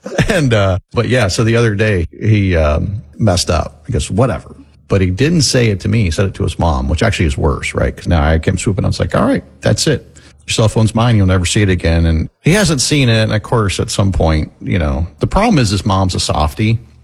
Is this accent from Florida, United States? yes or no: yes; Florida, United States; And so we were aware growing up in Florida that school teachers in Florida didn't get paid as much